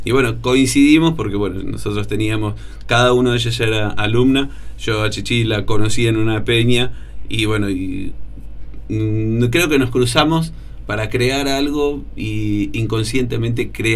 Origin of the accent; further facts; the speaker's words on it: Buenos Aires, Argentina; also born or lived in Tucumán; Yo tengo raíces tucumanas, en la provincia de Tucumán, Alberdi, Aguilares, esos lugares, pero bueno, viví el 99% de mi vida acá en Buenos Aires.